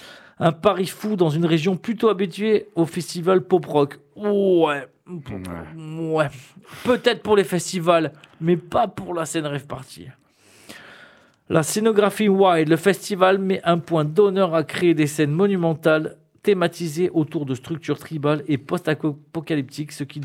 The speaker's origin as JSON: {"language": "French", "region": "Hauts-de-France", "country": "France", "said": "Mais moi, je suis ch'ti polonais, je suis pareil."}